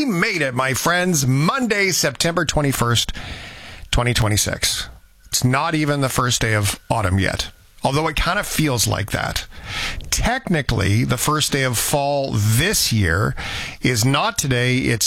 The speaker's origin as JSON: {"language": "English", "town": "Port Alberni", "region": "British Columbia", "country": "Canada", "tie": "born or raised there", "said": "Vancouver Island, when I was a kid, that's how I remembered it when I grew up in Port Alberni."}